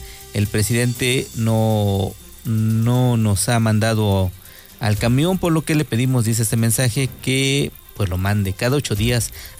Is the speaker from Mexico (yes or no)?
yes; Mexico